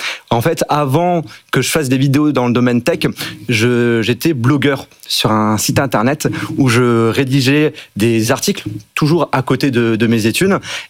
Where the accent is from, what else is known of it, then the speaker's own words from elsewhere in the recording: Strasbourg, Grand Est, France; now in Lyon, France; à Lyon, mais sinon de base, je suis alsacien, strasbourgeois.